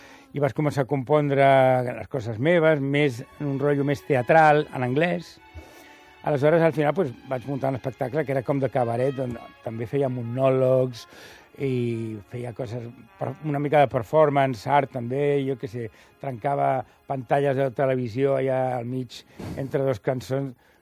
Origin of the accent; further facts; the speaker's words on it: Valencia, Valencian Community, Spain; moved away as an adult; jo sempre havia cantat en francès, des de petit, a València